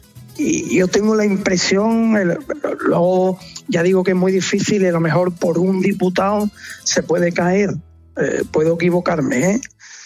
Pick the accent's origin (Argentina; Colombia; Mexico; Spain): Spain; Seville, Andalusia; No, yo soy sevillano.